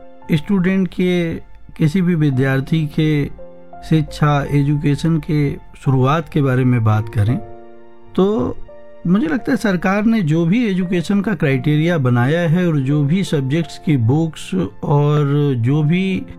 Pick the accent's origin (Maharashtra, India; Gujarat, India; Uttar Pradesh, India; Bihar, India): Uttar Pradesh, India; Chitrakoot; born there; मेरी जन्मभूमि भगवान राम की तपोस्थली चित्रकूट, जो उत्तर प्रदेश के बुंदेलखंड रीजन में आता है